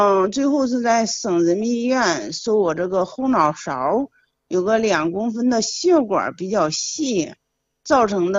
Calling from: Henan, China; 今年快70了。我家是河南的

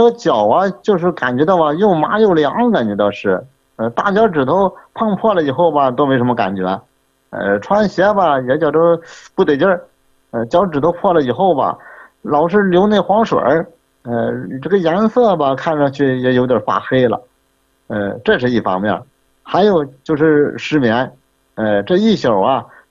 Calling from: Shandong, China; 我是山东的。

